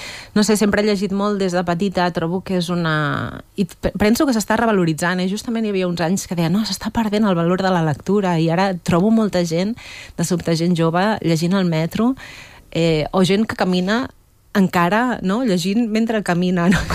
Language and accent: Catalan; Mollet del Vallès, Catalonia, Spain; also born or lived in Granollers / Sant Fost de Campsentelles; jo vaig créixer a Mollet, escola a Mollet